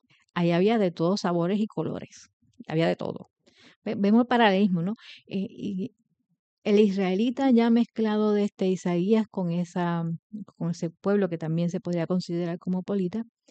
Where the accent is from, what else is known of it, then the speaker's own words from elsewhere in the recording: Puerto Rico; pues yo soy puertorriqueño